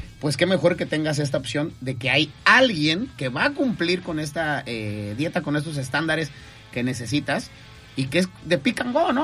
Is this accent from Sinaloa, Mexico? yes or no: no; Mexico City, Mexico; now in Guadalajara, Mexico; yo que vengo de la Capirucha, aunque ya viví en Guadalajara muchos años